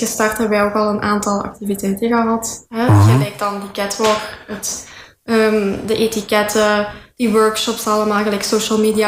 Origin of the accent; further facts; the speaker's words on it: Bocholt, Flanders, Belgium; ik ben van Bocholt.